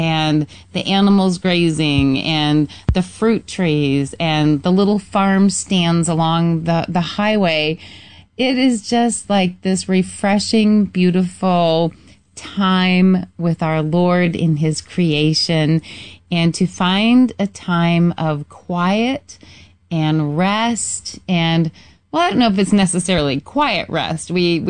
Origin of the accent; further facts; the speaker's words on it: Michigan, United States; And of course, we've been in Michigan for 3 of those events, which is my home state, as many of you know, who listen to the program regularly.